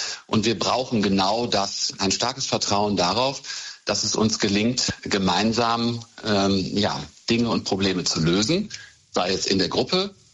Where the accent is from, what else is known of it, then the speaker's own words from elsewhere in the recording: Cologne, North Rhine-Westphalia, Germany; Wir kennen alle den Ruf, den Köln hat, auch das, was ich als Kölner auch wirklich sehr gern mag.